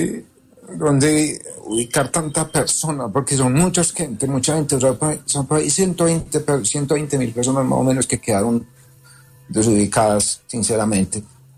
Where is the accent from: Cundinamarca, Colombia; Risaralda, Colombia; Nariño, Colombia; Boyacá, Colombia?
Risaralda, Colombia; Pereira; yo soy acá de Pereira y yo acá nunca he salido